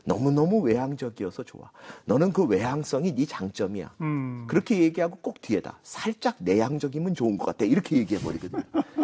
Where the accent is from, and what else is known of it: South Korea